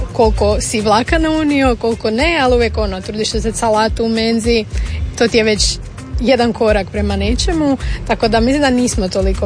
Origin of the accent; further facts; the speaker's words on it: Rijeka, Primorje-Gorski Kotar County, Croatia; ja sam iz Rijeke, pa kao malo više moru naginjem